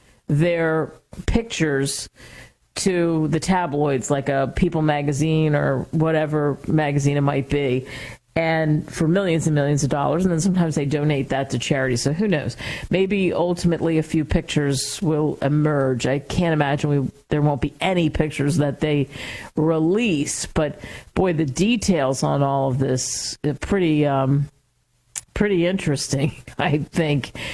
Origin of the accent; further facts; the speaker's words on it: Pennsylvania, United States; I grew up outside of Philadelphia.